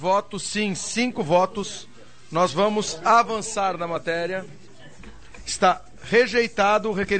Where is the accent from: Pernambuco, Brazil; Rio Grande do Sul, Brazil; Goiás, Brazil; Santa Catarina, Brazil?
Santa Catarina, Brazil; como bom catarinense do interior.